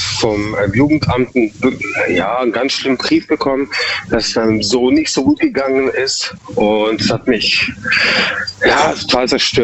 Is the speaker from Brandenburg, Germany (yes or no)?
no; Freiburg, Baden-Württemberg, Germany; Ich bin aus Freiburg.